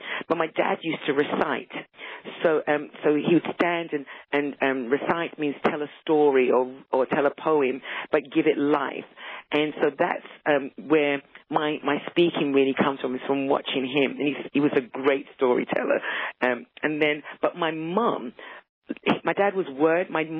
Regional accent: London, United Kingdom; accent: London; moved away; I am very mixed. So the accent is London. I was born in the United Kingdom. Those of you that know London, Southeast London. I'm a Southeast London girl. But my parents were from the Caribbean, from Jamaica.

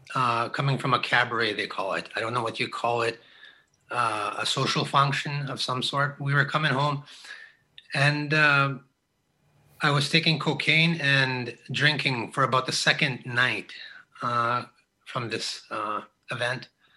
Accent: Pinehouse, Saskatchewan, Canada; I've been born and raised in Pinehouse, a Métis settlement. I've been there most of my life. Went through school there

